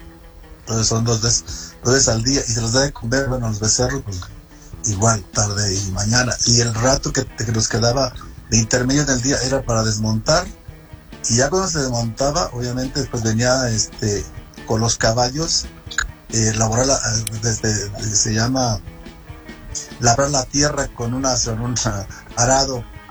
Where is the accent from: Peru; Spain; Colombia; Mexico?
Mexico; Jalisco; also born or lived in Lagos de Moreno, Jalisco; yo nací en Santa Anita, Jalisco, en un rancho, y casualmente había una escuela. A los 8 años mi papá nos traslada a otro rancho, donde ya no había escuelas, era como ahí puro campo, no había ni casa, o sea, completamente solo